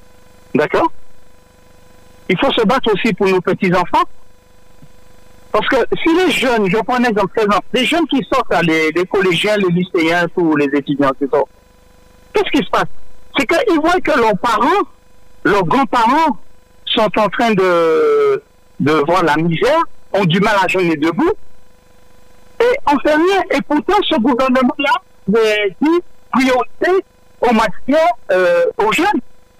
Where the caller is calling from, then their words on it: eastern France, France; Écoute, je suis dans l'est de la France.